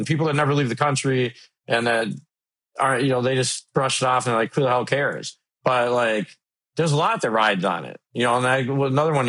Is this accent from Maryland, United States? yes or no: no; Minnesota, United States; my home state, Minnesota